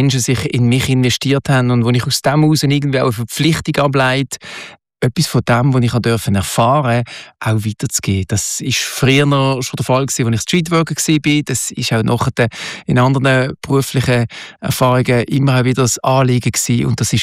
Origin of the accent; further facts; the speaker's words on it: Switzerland; in dem Kanton, wo ich leben darf, wo ich gerne lebe, wo ich aufgewachsen bin